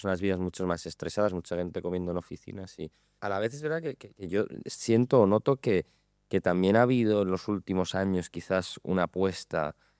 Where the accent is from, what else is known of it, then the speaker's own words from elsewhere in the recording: A Coruña, Galicia, Spain; yo soy de Coruña, entonces en mi casa siempre se ha comido mucho pescado